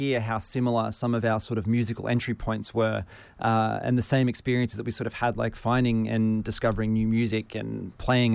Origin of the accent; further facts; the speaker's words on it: Brisbane, Queensland, Australia; for people like me who grew up in suburban Brisbane